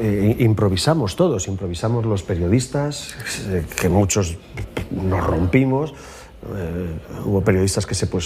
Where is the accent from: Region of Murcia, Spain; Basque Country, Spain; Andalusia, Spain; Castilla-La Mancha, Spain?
Basque Country, Spain; Irún; Yo soy de allí también, soy de Irún.